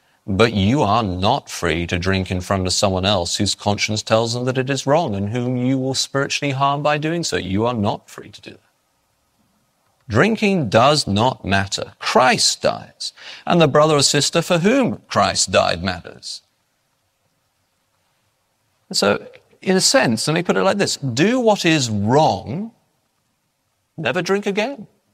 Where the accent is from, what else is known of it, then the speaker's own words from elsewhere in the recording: England, United Kingdom; you have to remember that I am an English Baptist. I'm going to tell you this story so you understand where I'm coming from in terms of my culture.